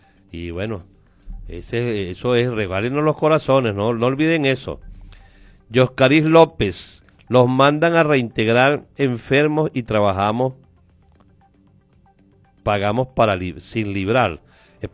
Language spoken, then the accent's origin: Spanish; Caracas, Capital District, Venezuela; yo no soy de los estados, yo soy de Caracas.